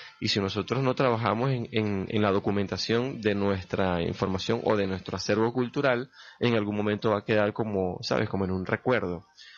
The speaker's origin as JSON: {"language": "Spanish", "country": "Venezuela", "lives_now": "Barquisimeto, Venezuela"}